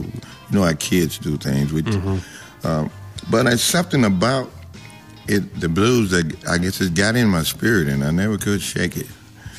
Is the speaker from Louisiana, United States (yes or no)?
yes; Bernice, Louisiana, United States; I'm from Bernice, Louisiana, a little small town.